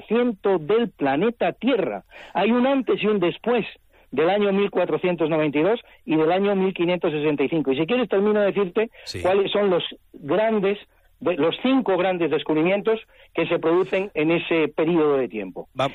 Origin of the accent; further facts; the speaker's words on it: Spain; los españoles.